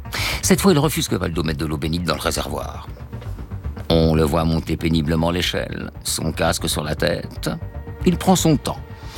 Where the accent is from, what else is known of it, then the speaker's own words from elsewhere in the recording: France; chez nous, en France